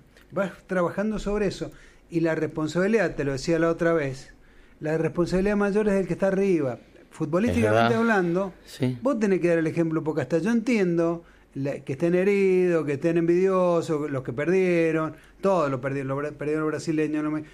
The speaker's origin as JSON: {"language": "Spanish", "region": "Mendoza", "country": "Argentina", "said": "Y como si somos mendocinos, el lugar que más cerca tenemos es Chile."}